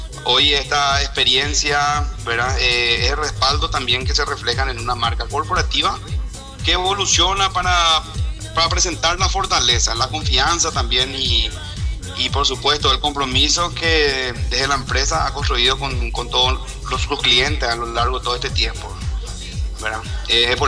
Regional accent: Paraguay; Somos más paraguayos que la mandioca, como se dice, pero bueno, procedencia suizo-alemán.

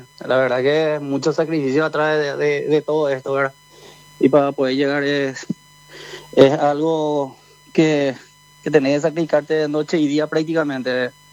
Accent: Ñemby, Central, Paraguay; somos de Ñemby.

